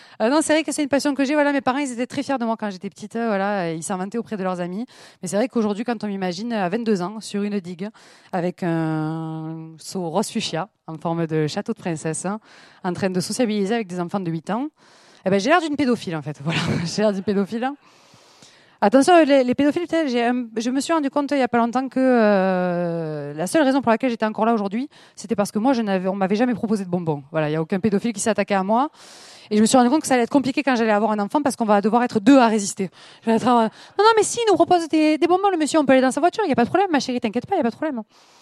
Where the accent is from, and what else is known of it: south of France, France; accent: accent du Sud